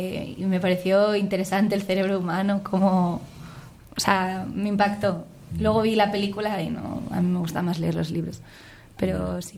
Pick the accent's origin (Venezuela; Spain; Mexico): Spain; Basque Country; yo también soy del País Vasco